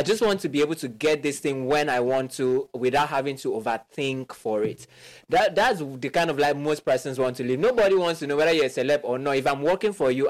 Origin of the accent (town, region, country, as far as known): Nigeria